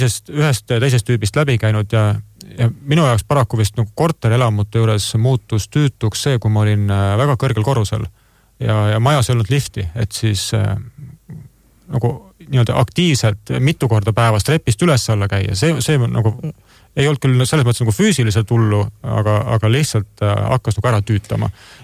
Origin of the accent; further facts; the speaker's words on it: Tamsalu, Lääne-Viru County, Estonia; moved away; ma olen maalt pärit Lääne-Virumaalt väiksest linnast nagu Tamsalu